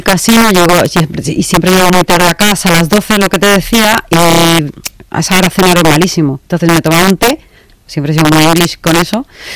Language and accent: Spanish; Balearic Islands, Spain; soy de Mallorca